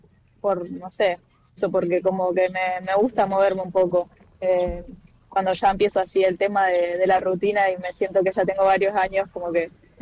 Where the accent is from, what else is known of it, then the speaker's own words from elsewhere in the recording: Trelew, Chubut, Argentina; moved away as an adult; also born or lived in Rawson / Comodoro Rivadavia / Puerto Madryn; now in Barcelona, Spain; yo soy de Trelew, nací allá, y siempre viví en el sur, en la Patagonia, desde los 18 que vivo sola, y he vivido en varias ciudades, en Ratil y Comodoro, Puerto Madryn. Siempre me anduve moviendo